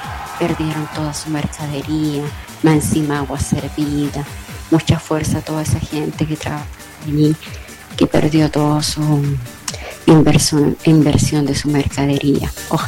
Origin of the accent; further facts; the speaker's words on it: Lota, Biobío, Chile; born there; now in Coronel, Chile; yo nací en Lota y ahora vivo en Coronel. Mira. Pero nunca me olvido de mis raíces.